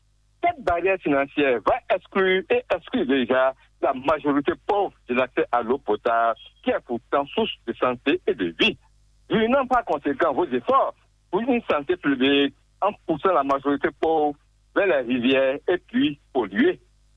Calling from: Parakou, Borgou, Benin; j'appelle de Paracou

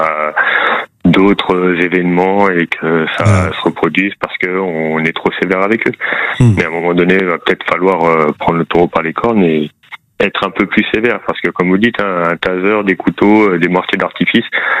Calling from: Urcuit, Nouvelle-Aquitaine, France; je vous appelle de Urquhuit, dans les Pyrénées-Atlantiques.

